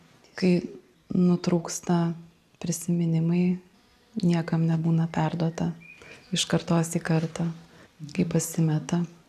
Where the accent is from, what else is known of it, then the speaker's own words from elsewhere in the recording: Vilnius, Vilnius County, Lithuania; Esu iš Vilniaus, esu keramikė, dirbu pagrindę su moliu, darau skulptūras